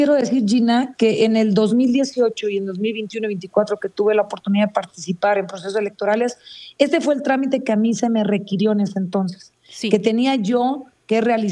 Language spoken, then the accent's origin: Spanish; La Manga, La Yesca, Nayarit, Mexico; also born or lived in California, United States; Cuando estaba yo pequeña, mis papás pudieron regresar acá a Nayarit, a su pueblo. Ellos ambos, tanto mi padre Ranulfo y mi madre Luzmila, nacidos en esta comunidad, en mi pueblo de La Manga, municipio de La Yesca, Nayarit.